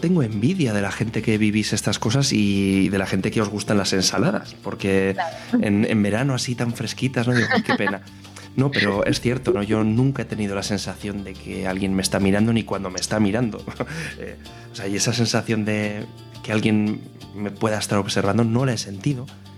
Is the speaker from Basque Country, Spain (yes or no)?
yes; Vitoria-Gasteiz, Basque Country, Spain; born there; no sabía si estaba en la casa de cuando tenía 6 años, en la casa donde yo nací en Vitoria